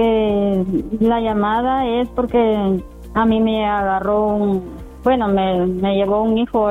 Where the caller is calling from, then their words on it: Charlotte, North Carolina, United States; Estoy hablando de aquí, de Charlotte.